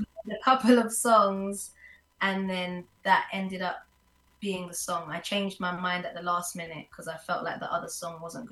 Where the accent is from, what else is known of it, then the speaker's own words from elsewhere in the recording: London, United Kingdom; born there; I'm originally from West London